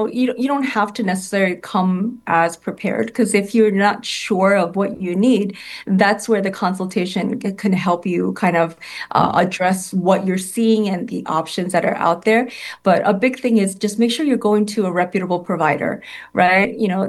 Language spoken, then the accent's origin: English; New York City, New York, United States; And I just absolutely love being a New Yorker.